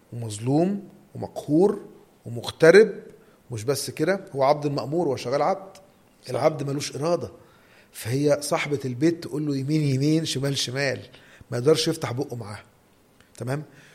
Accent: Egypt; بلغتنا كمصريين

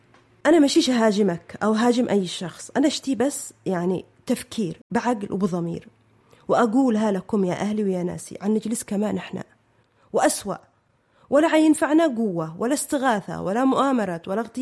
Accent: Yemen; عندنا في اليمن لما احنا بنات

